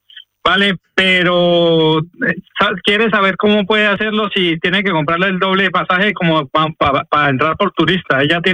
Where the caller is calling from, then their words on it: Madrid, Community of Madrid, Spain; Te llamo en Madrid.